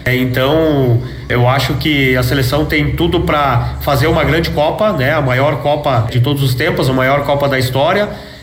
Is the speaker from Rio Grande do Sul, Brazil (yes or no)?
yes; Roca Sales, Rio Grande do Sul, Brazil; moved away as an adult; as minhas raízes que eu sempre criei em Roca Salles, né? Eu sempre que posso venho aqui, visito a região, visito meus amigos, conhecidos